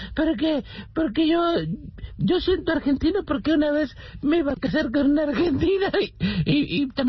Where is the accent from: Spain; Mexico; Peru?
Spain; Porque soy español, ¿verdad?